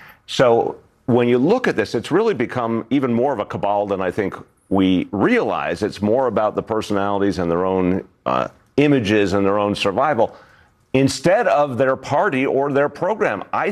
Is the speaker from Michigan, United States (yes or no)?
no; Massachusetts, United States; you know, I grew up in Massachusetts. Let me tell you something.